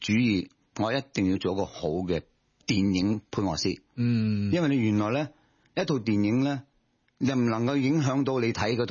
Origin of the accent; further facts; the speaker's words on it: Hong Kong; 我哋香港人即係嗰種情緒咧